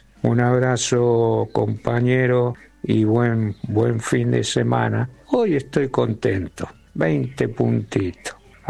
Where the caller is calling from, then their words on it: Mar del Plata, Buenos Aires Province, Argentina; Buen día, Mario. … de Mar del Plata